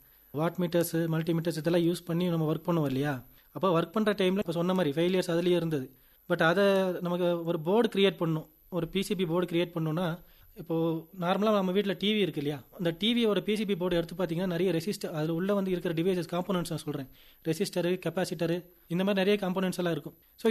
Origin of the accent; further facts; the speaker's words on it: Solur, Tamil Nadu, India; born there; நான் வந்து நீலகிரி மாவட்டம் உதகமண்டலம் சோலூர் கிராமம் அங்கே தான் பிறந்தேன்.